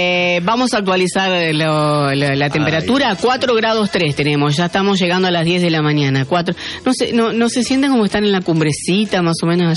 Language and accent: Spanish; Argentina; es un plus que tenemos los argentinos.